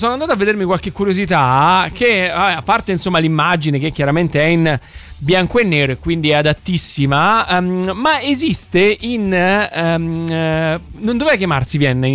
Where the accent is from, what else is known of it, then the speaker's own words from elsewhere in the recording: Umbria, Italy; io vengo dall'Umbria